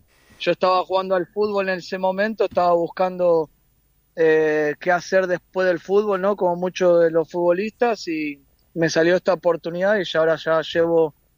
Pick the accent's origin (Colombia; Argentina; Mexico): Argentina; Buenos Aires; now in Kansas City, United States; Yo me crié en Floresta y ahí en Floresta y Villa Santa Rita